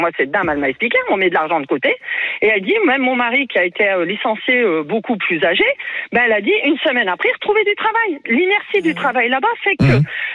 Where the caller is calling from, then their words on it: France; Et pourtant, je suis française, hein.